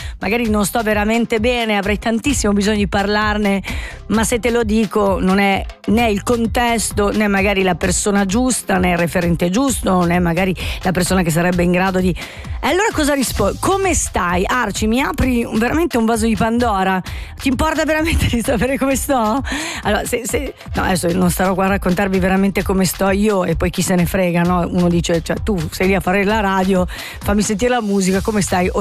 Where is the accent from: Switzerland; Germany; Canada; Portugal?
Switzerland; Biasca, Ticino; Io sono stata educata così da piccola, sono cresciuta a Biasca.